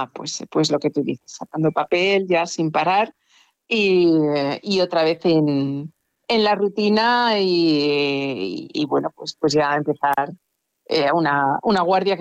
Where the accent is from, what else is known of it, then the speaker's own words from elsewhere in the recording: Garrucha, Andalusia, Spain; moved away; estar en mi pueblo, que como sabéis es Garrucha, sí, en Almería.